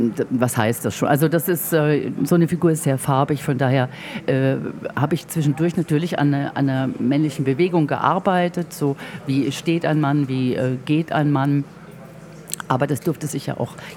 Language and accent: German; Mannheim, Baden-Württemberg, Germany; accent: Kurpfälzisch; moved away; Ich habe das dann ins Pfälzische übersetzt, soll in Mundart, also ins Kurpfälzische, ich komme ja aus Mannheim.